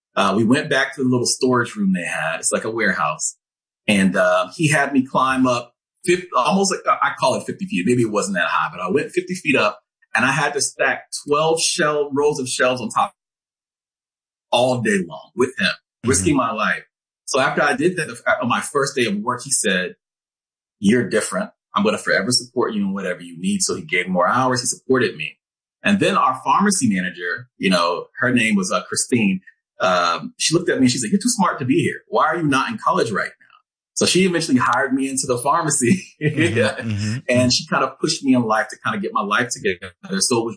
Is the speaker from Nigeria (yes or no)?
yes; Nigeria